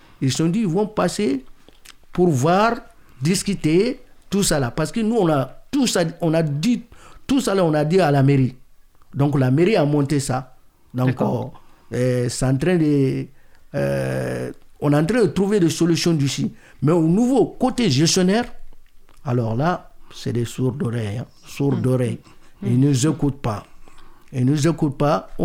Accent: Mali; Moi, je suis Malien.

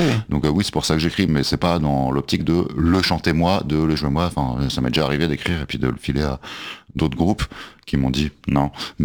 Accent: south of France, France; accent: southern; Et pourquoi j'ai l'accent du sud, je sais pas.

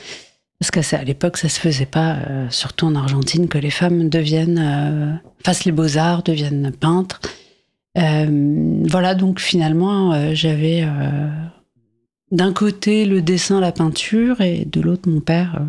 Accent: France; born there; Je suis née en France, ouais.

